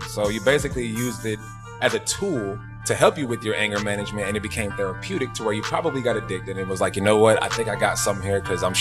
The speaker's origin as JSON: {"language": "English", "region": "the South", "country": "United States", "moved": "yes", "lives_now": "Midwest, United States", "said": "I'm from the South, but I live in the Midwest. I rep the Midwest."}